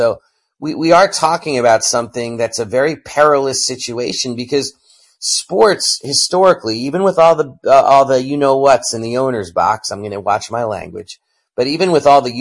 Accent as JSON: {"language": "English", "town": "New York City", "region": "New York", "country": "United States", "said": "I'm from New York City. It had been 51 years."}